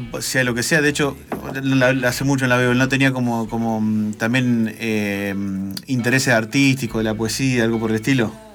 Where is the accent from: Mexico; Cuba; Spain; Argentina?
Argentina; nosotros como argentinos